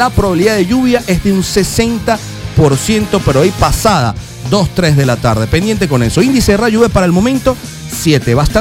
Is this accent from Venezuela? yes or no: yes; Puerto La Cruz, Barcelona, Anzoátegui, Venezuela; En mi tierra natal, allá en Puerto La Cruz, en Barcelona, el estado Anzoátegui